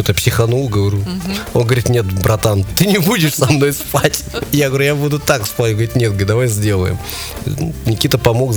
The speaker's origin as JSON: {"language": "Russian", "region": "Saint Petersburg", "country": "Russia", "said": "Мы сказали, что с Питера."}